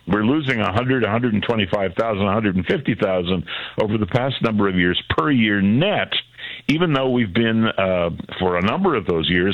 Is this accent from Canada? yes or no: yes; Canada; That grieves me as a Canadian.